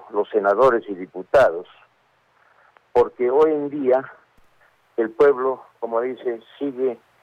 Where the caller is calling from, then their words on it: Peru; nosotros como peruanos